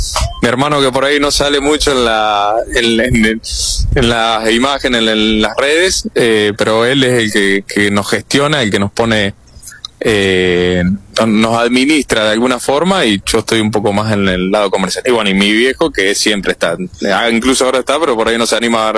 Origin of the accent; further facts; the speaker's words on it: Jovita, Córdoba, Argentina; born there; yo soy de Jovita.